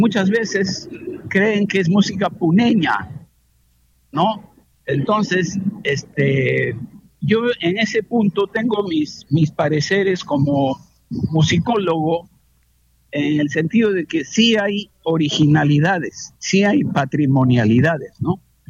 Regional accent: Puno, Peru

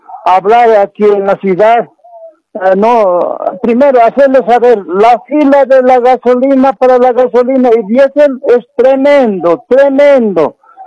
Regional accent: La Paz, Bolivia; moved away; en 1973 yo era changuito. Ya allá en mi comunidad de zona del lago

